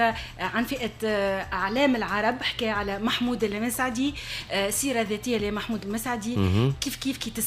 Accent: Tunis, Tunis Governorate, Tunisia; أنا حكيت على مدينتي على مدينة تونس على بلادي تونس.

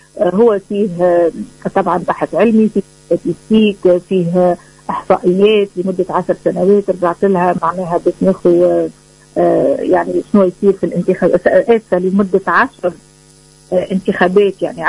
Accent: Tunisia; now in United States; أنا أولا وأخيرا تونسية كما ديما نقول، راهو مهما تغربنا ومهما خدينا جنسية أخرى تبقى أمنا الأولى هي تونس اللي تربينا فيها

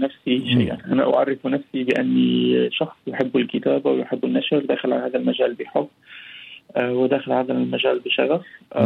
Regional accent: West Bank, Palestine; moved away as an adult; now in Tunisia; ومن ثم رجعت لفلسطين، ومن ثم عدت إلى هنا عشت 3 سنوات، ومن ثم جاءت الكورونا رجعت لبلادي.

